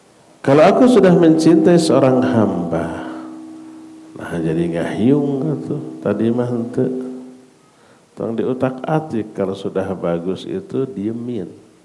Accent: Sunda, Indonesia; sebagai orang Sunda saya enggak bisa tuh ngomong sejam tanpa diselipkan istilah-istilah Sunda.

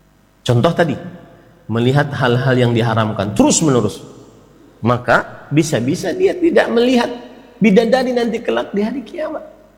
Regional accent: South Kalimantan, Indonesia; now in Barito Kuala, Indonesia; Saya di sebuah daerah, saya dari Kalimantan Selatan, lebih tepatnya lagi tinggal sekarang di Kabupaten Baritokwa.

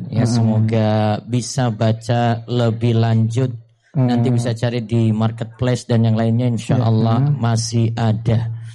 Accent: Ambon, Maluku, Indonesia; moved away; Saya aslinya dari Ambon, Ustaz.

